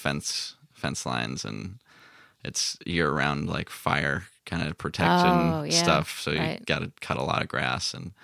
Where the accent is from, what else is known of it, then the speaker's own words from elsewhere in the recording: Two Rock Valley, California, United States; also born or lived in Petaluma, California; I grew up I was only living in Petaluma for about 7 months of my life. And then I moved, or my parents moved us west of town into like the sticks and Two Rock Valley.